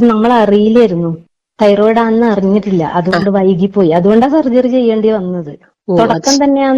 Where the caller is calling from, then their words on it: Payyanur, Kerala, India; ഞാൻ പയ്യന്നൂർ തെരുവിൽ നിന്ന്.